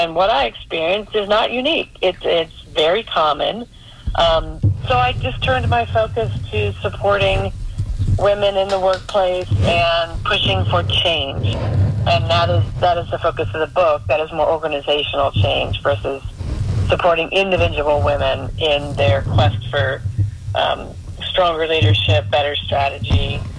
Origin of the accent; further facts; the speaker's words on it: Chesapeake Bay area, United States; So early on, I grew up on the East Coast in the Chesapeake Bay area, and my family had been there forever, very traditional hunters, carvers